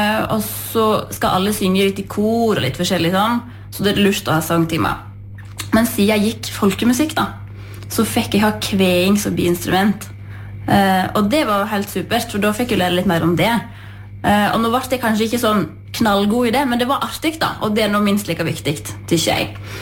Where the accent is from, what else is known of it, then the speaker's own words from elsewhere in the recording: Jøstedalen, Vestland, Norway; Jeg kommer fra Jøstedalen, og jeg har vokst opp på Myklemyr. Og der bodde jeg helt til jeg var 16, i lag med foreldre og en bror